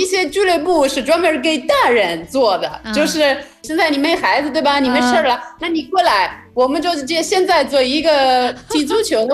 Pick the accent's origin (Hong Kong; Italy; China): Italy; Chinese is a second language; 这个是对我们意大利人来说最好玩的，这个真的是度假，